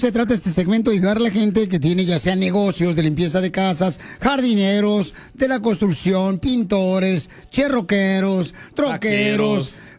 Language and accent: Spanish; Puebla, Mexico; now in United States; venimos de Puebla